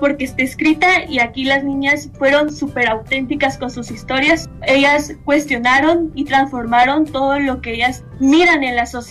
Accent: Guatemala; yo soy de Guatemala

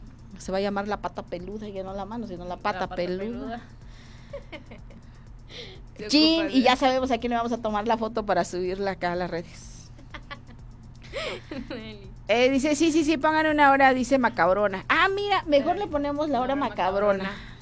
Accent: Oaxaca, Mexico; now in Playas de San Martín, Mexico; estoy en Playas de San Martín, soy oaxaqueño también.

